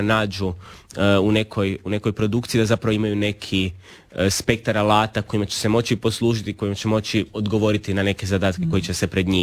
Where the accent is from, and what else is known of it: Croatia